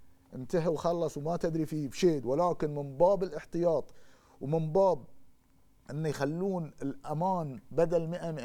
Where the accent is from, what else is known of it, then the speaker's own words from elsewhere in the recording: Bahrain; احنا بحرينيين